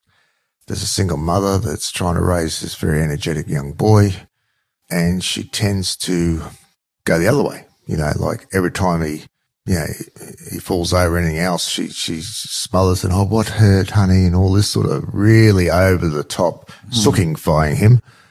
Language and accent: English; Australia; us being Australian